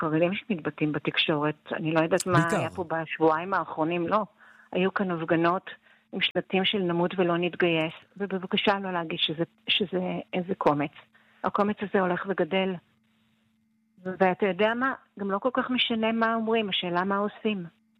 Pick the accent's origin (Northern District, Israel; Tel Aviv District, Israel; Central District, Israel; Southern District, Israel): Tel Aviv District, Israel; Bnei Brak; אתה יודע, אני גדלתי בבני ברק, יש לי את התחושה שאיכשהו הם יצליחו להשתחל לתוך המעמד של לומדי תורה.